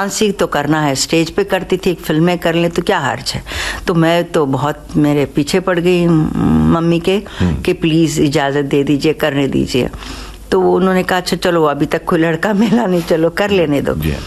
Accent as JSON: {"language": "Hindi", "town": "Chennai", "region": "Tamil Nadu", "country": "India", "also_born_or_lived": "Vijayawada", "said": "का सफर है चेन्नई से वहाँ, मतलब मैं तमिलियन हूँ समझिए।"}